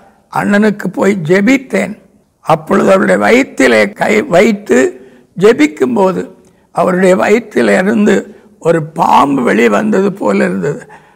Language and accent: Tamil; Tamil Nadu, India; நான் சொந்த ஊராகி அந்த நாசிரியத்து பக்கத்தில் மூக்குப்பீறி என்னிடத்துக்கு போனேன்.